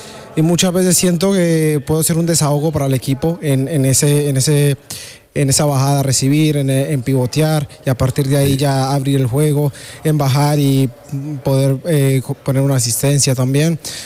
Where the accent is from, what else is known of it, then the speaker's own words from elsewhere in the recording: Pereira, Risaralda, Colombia; moved away; Yo soy de al lado, mira. Yo soy de Pereira.